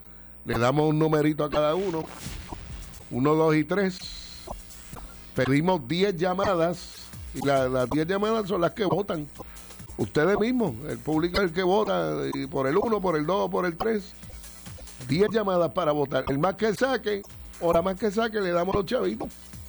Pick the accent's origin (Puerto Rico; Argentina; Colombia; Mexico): Puerto Rico